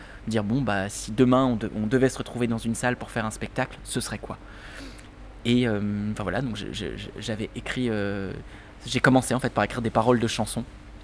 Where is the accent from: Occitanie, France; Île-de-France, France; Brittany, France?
Brittany, France; j'ai grandi en Bretagne